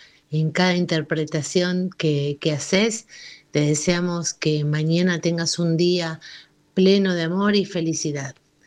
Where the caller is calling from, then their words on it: Rosario, Santa Fe, Argentina; desde Rosario